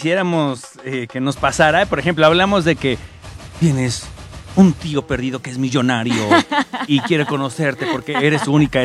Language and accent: Spanish; Mexico; born there